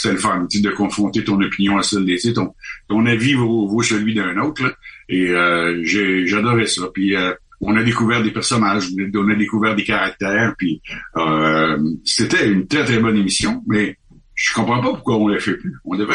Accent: Canada; moi, je suis du Canada, je suis ici de passage

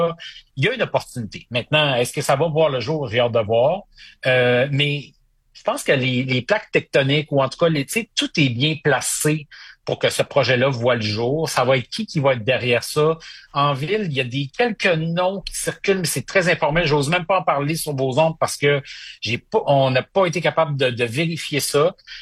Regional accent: Quebec, Canada; Moi, j'ai grandi au Saguenay.

